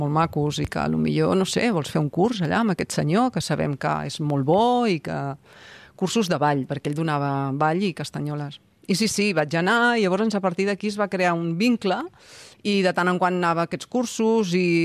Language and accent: Catalan; Vilanova i la Geltrú, Catalonia, Spain; Jo soc de Vilanova, també.